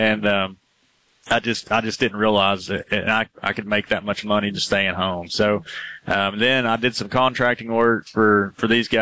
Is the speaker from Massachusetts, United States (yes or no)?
no; Big Stone Gap, Virginia, United States; I was born in Norton, Virginia, but lived in Big Stone Gap in Appalachia. Whole family was in the coal industry